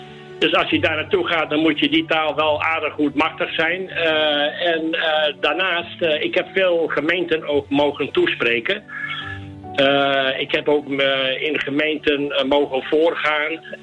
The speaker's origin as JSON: {"language": "Dutch", "country": "Netherlands", "said": "Daar werd voor ons als Nederlanders een lied gezongen."}